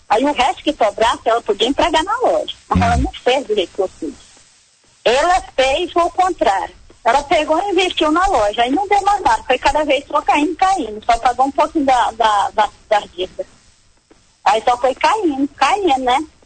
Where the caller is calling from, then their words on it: Mucajaí, Roraima, Brazil; Eu falo aqui de Roraima, Mucajaí.